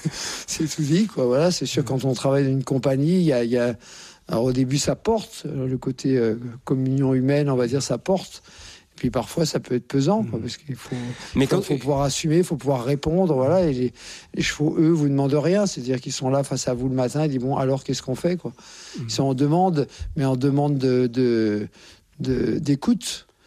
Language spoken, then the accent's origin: French; Courbevoie, Île-de-France, France; born there